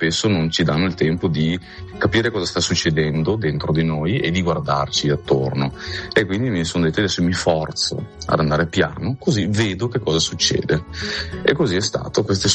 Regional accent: Veneto, Italy; accent: Venetian; sono veneto come avrete capito dall'accento

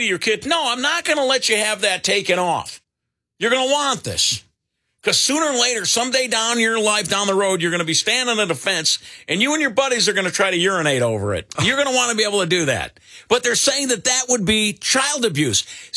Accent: Wisconsin, United States; growing up in the Wisconsin North Woods.

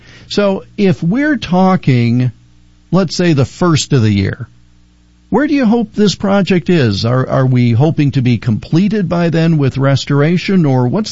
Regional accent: Toledo, Ohio, United States; In my hometown of Toledo, they did a wonderful restoration

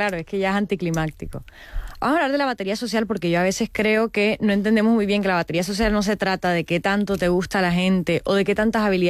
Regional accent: Caribbean coast, Colombia; Yo vengo de la Andalucía de Colombia, ¿vale? De la costa del Caribe colombiano.

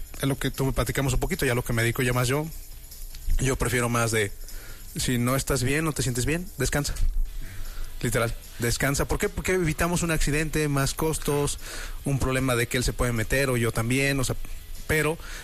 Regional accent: Villa de Reyes, San Luis Potosí, Mexico

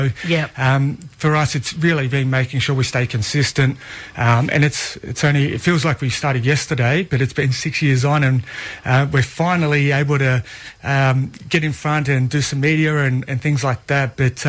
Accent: Australia; born and bred here in Australia. I've got great heritage, and that's given me good athletic ability. But I'm an Australian through and through, and there's no better place in the world than Australia.

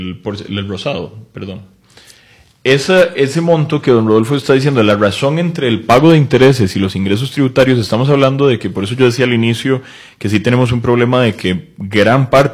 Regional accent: Costa Rica

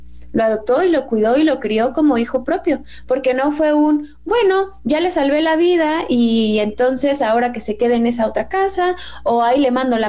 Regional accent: Mexico; born there; soy mexicana, porque soy mexicana de nacimiento y de corazón y de todo

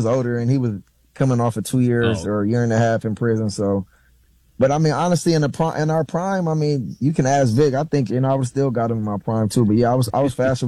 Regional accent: Los Angeles, California, United States; I grew up in the Crenshaw District, and, you know, that was literally in my backyard

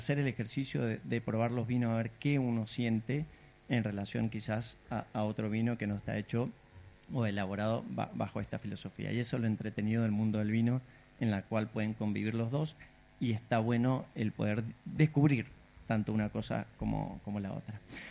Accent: Argentina; now in Mendoza, Argentina; Como argentino, pero sobre todo mendocino en este caso, porque estamos acá.

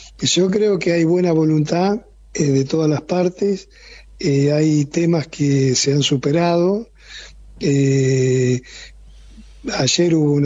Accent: Argentina

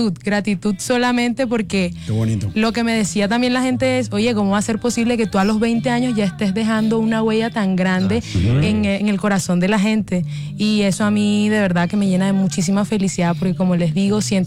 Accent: Fonseca, La Guajira, Colombia; yo soy de Fonseca, la tierra de cantores.

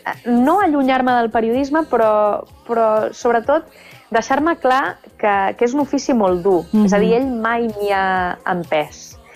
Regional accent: Barcelona, Catalonia, Spain; now in Andorra; A fora. Sempre he estudiat a fora d'Andorra. Sí, a Barcelona, primer, bueno, la primària, l'ESO, el batxillerat, i després també periodisme a Barcelona. A Andorra vaig venir-hi a viure més endavant

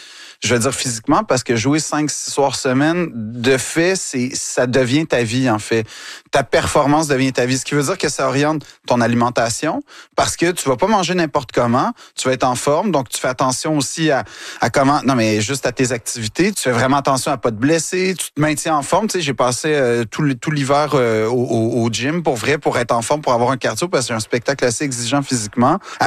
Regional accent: Quebec, Canada; je réalise à quel point le Québec, c'est ma vie, en fait. Quand je dis que je suis Québécois jusqu'au bout des doigts

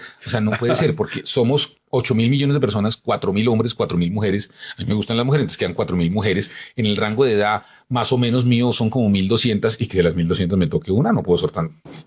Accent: Bogotá, Colombia; Pero yo nací en un inquilinato en Fontibón. Viví en Kennedy, en el barrio de las Américas. Luego viví en el barrio Bavaria.

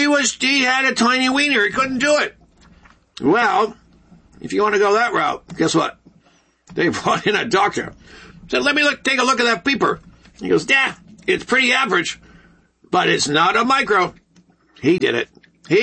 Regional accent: Detroit, Michigan, United States; born there; I'm from Detroit. So I'm born in November, November 21st.

